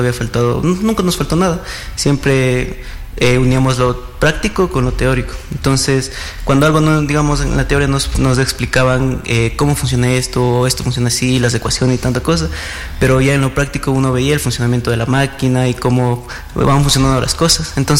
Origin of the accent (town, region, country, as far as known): Salcedo, Cotopaxi, Ecuador